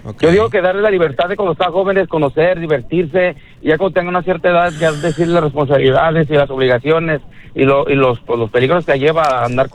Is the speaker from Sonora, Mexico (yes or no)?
no; Mexicali, Baja California, Mexico; also born or lived in Michoacán; Sí, o sea, Michoacán, pero criado en Mexicali, por eso tengo un acento entre...